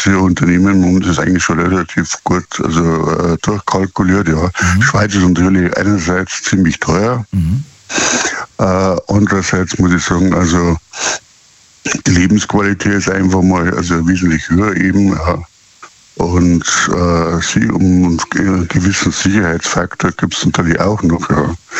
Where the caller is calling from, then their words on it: Rosenheim, Bavaria, Germany; accent: Bavarian; ich komme aus Rosenheim, sprich aus Bayern.